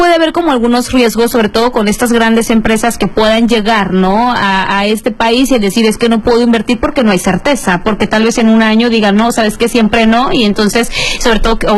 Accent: Mexico; esta solidaridad que tenemos como mexicanos.

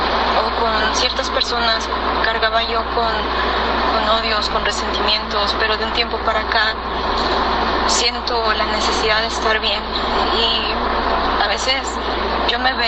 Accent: Mexico City, Mexico; now in Texas, United States; Del estado de Texas, pero soy originaria de la Ciudad de México.

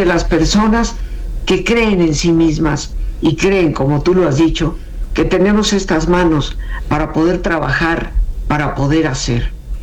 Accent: Mexico; Y como raza, como mexicanos, somos el resultado de esa fusión entre dos culturas, entre dos colores de piel, entre diferentes creencias que finalmente se fusionaron en una sola

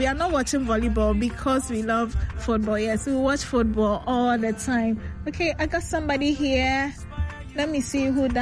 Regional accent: Ghana; Give me between football and volleyball, because what's American football to me as a Ghanaian?

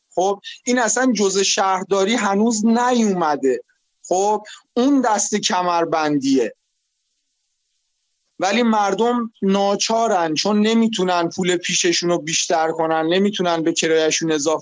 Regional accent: Tehran, Tehran Province, Iran; now in Shiraz, Iran; چون من اصالتا بزرگ شده تهرانم،

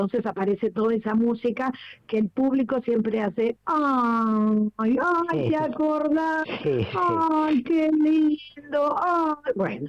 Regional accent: Buenos Aires, Argentina; yo soy de Mataderos, nací en Mataderos, viví 21 años en Mataderos

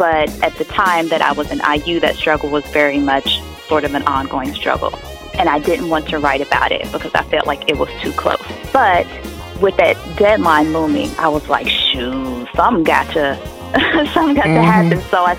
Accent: Kentucky, United States; also born or lived in Louisville, Kentucky; so I grew up really about in Gustin, Kentucky.

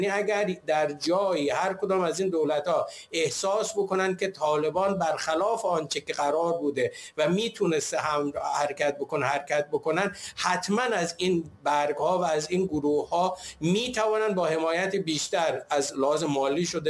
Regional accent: Iran; من به عنوان یک ایرانی

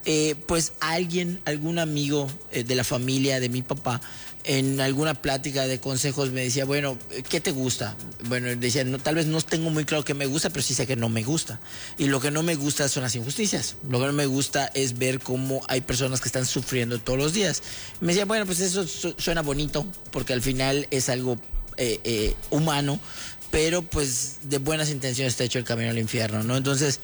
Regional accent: Mérida, Yucatán, Mexico; yo soy un yucateco, nací, crecí aquí en la ciudad de Mérida, tengo 36 años, crecí aquí en la colonia de Yucatán, aquí cerquita de donde nos encontramos.

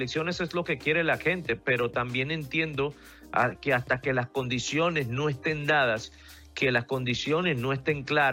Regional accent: Maracaibo, Zulia, Venezuela; Yo soy de Maracaibo, Venezuela. Nosotros estamos pegados ahí a 1 hora y media de la frontera de Colombia

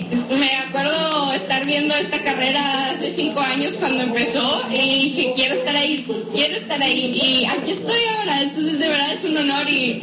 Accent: Mexico; Soy la primera mexicana en la versión moderna del Tour de France.

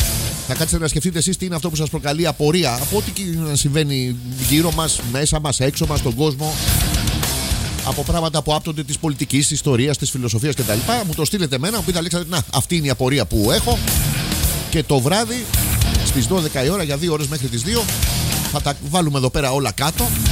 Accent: Kypseli, Greece; Άγιο είχαμε και μεγαλώσαμε στην Κυψέλη να πούμε που είχαμε τα χωράφια του καθένας. Είχαμε τα πρόβατά μας

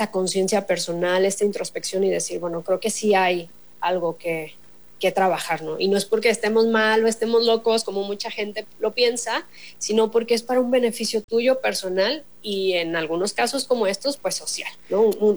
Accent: Mexico; de la comunidad como mexicanos

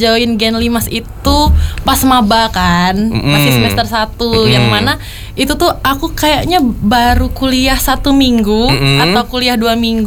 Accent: Baturaja, South Sumatra, Indonesia; moved away as an adult; now in Palembang, Indonesia

